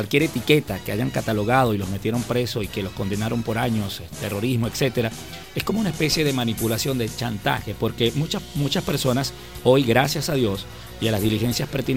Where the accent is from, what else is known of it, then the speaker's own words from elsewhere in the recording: Guárico, Venezuela; nosotros, los venezolanos que decidimos quedarnos en Venezuela